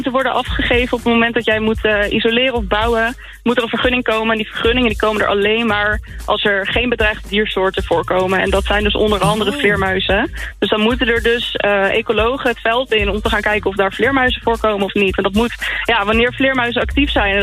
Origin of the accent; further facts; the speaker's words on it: Aalsmeer, North Holland, Netherlands; Ik ben 24 en ik kom uit Alsmeer.